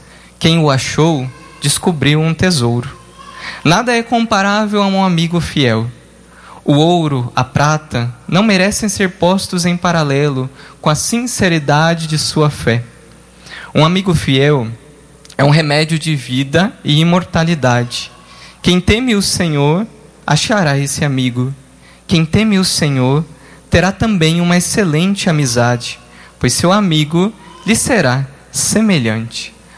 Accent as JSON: {"language": "Portuguese", "town": "Rio Azul", "region": "Paraná", "country": "Brazil", "tie": "born or raised there", "said": "Sou natural de Rio Azul, Paraná"}